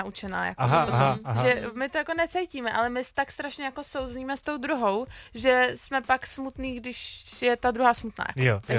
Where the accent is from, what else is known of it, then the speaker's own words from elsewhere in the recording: Prague, Czechia; No, tak my jsme z Prahy, prostě ze sídliště z Modřan, takže...